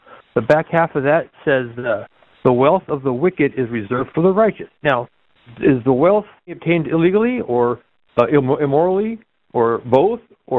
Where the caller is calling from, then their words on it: Bakersfield, California, United States; Calling from Bakersfield, California.